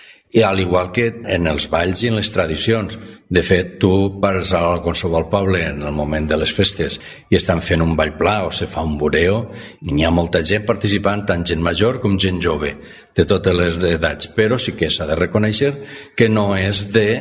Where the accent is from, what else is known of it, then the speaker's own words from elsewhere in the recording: Valencian Community, Spain; qui perd les seues senyes per la identitat i nosaltres som valencians.